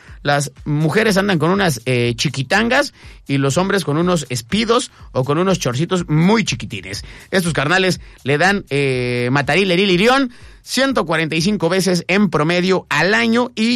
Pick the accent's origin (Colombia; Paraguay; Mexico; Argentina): Mexico